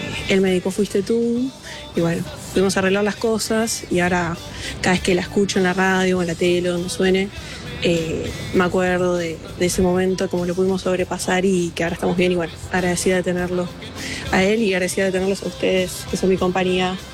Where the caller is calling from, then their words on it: Buenos Aires, Argentina; Me presento … de Mataderos.